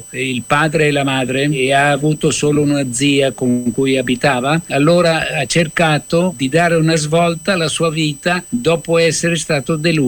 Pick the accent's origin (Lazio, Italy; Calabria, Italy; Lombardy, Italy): Lombardy, Italy; Milan; Da Milano. Ho girato il mondo, sono stato giornalista e fotografo, però sono sempre stato di base a Milano.